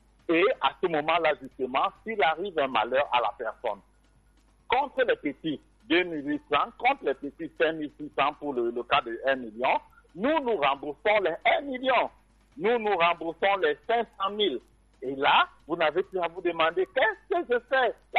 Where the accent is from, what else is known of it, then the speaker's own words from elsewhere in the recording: Cameroon; Nous sommes des Camerounais, nous sommes très battants, nous sommes très dynamiques et nous faisons des tontines pour pouvoir anticiper sur les coûts de la vie.